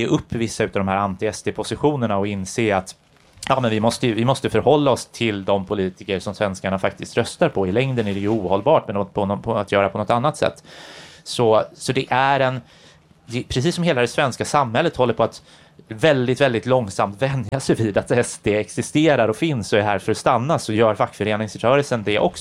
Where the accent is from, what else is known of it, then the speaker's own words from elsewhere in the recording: Kalmar County, Sweden; mina hemtrakter i Kalmar län och i östra Småland och ute på Öland